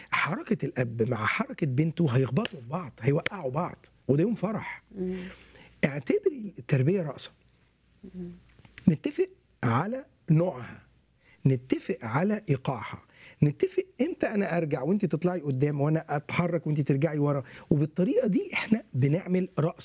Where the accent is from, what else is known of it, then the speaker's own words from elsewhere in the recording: Egypt; عندنا في مصر